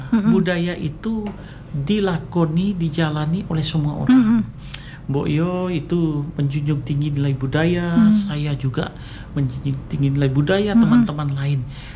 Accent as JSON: {"language": "Indonesian", "region": "West Kalimantan", "country": "Indonesia", "said": "Sebagai anak Kalimantan Barat"}